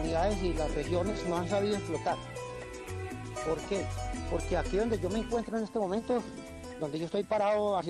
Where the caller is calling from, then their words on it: La Celia, Risaralda, Colombia; Aquí me encuentro en la Celia Risaralda, vereda Caimalito Alto.